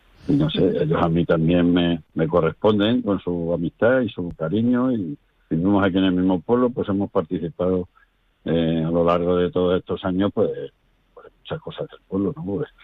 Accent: Casatejada, Extremadura, Spain

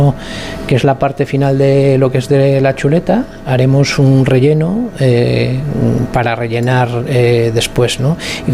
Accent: Mondoñedo, Galicia, Spain; also born or lived in Santiago de Compostela; Pues nosotros somos de Mondoñedo, un pueblecito de aquí, pero...

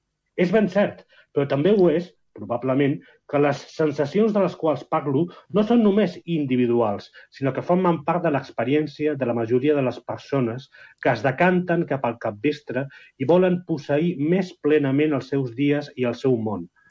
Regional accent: Barcelona, Catalonia, Spain; I jo que sóc de Barcelona ciutat, és a dir, que no sóc de l'àmbit rural

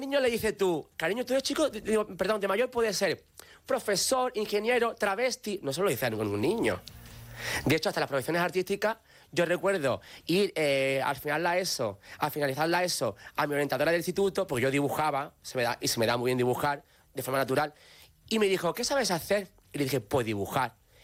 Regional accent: Alcalá de los Gazules, Andalusia, Spain; pero yo vivía entonces aún en mi pueblo, en Alcalá de los Gazules.

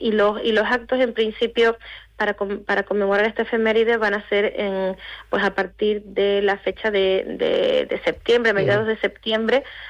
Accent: Canary Islands, Spain

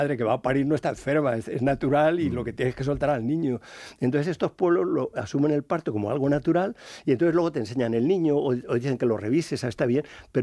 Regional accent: Madrid, Community of Madrid, Spain; now in Salamanca, Spain; Y luego, fíjate, yo soy madrileño y ahora estoy adoptado en Salamanca por la cátedra, ¿no?

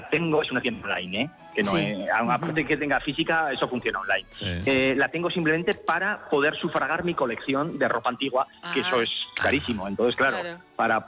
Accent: Sabiñánigo, Aragon, Spain; now in Valderrobres, Spain; No, yo soy de Sabiñánigo, de la provincia de Huesca, pero llevo ya aquí casi 26 años.

